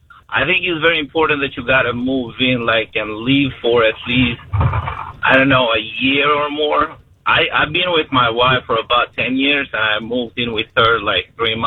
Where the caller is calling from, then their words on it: Albania; one thing about Albanians is that we're very big into having a tight space